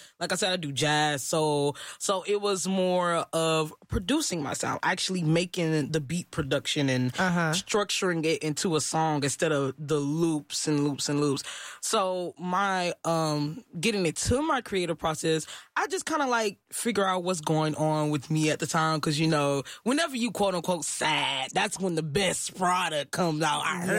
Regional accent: Texas City, Texas, United States; also born or lived in Galveston, United States; So I usually like to say that I was just born in Galveston, but I was raised in Texas City.

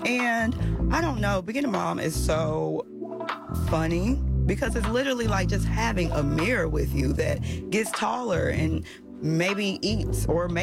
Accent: Houston, Texas, United States; I'm from Houston.

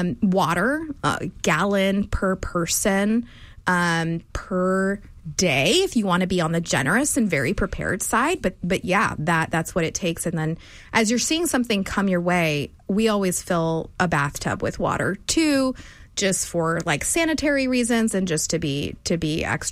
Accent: Houston, Texas, United States; I was born and raised in Houston. I love Houston.

